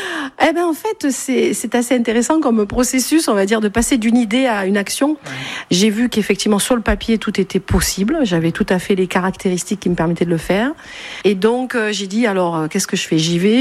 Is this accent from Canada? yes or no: no; Marseille, Provence-Alpes-Côte d'Azur, France; born there; accent: Berjallian; now in Bourgoin-Jallieu, France; Ah, je suis née à Marseille, mais je suis bien plus berjalienne que marseillaise depuis le temps.